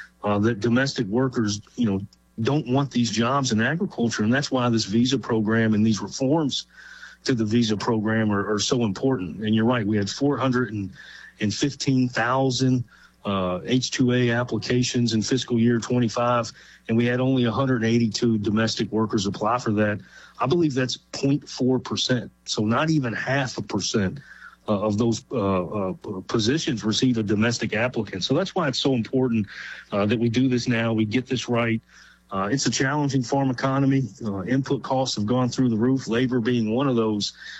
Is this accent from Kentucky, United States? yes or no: yes; Kentucky, United States; Well, you may tell by my accent that I'm not from the West Coast. I'm originally from Kentucky